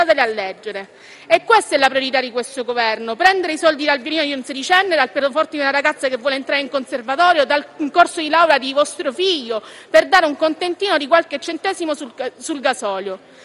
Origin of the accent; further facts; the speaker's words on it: Messina province, Sicily, Italy; una parentesi sulla mia terra. Messina è la provincia di Milazzo, dove sorge una delle più grandi raffinerie d'Europa.